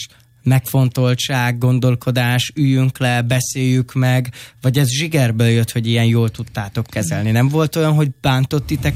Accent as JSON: {"language": "Hungarian", "country": "Hungary", "said": "mi magyarok szomorú nép vagyunk."}